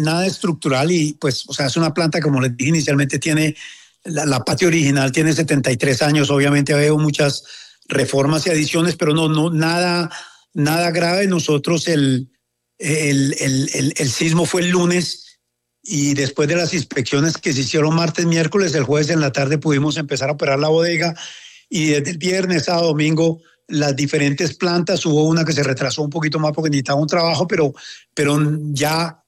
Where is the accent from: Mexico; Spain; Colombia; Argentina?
Colombia; moved away; para mí como colombiano